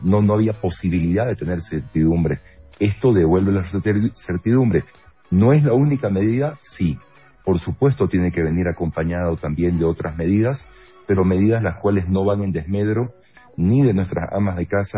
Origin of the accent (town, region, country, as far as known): Bolivia